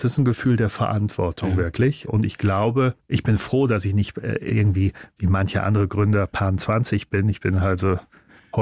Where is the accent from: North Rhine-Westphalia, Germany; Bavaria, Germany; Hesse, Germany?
Bavaria, Germany; Munich; Als Münchner, es ärgert mich dramatisch.